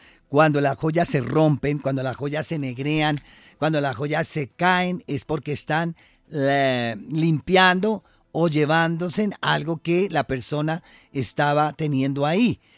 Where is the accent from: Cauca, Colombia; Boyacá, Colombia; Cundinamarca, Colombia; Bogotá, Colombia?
Cundinamarca, Colombia; Facatativá; Entonces, yo soy de Faca.